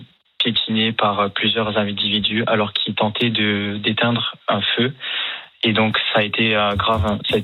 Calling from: Toulouse, Occitanie, France; Ça a été vraiment chez moi à Toulouse.

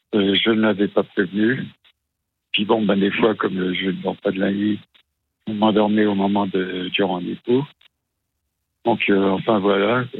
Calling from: Saintes, Nouvelle-Aquitaine, France; Je suis à Sainte, en Charente-Marie.

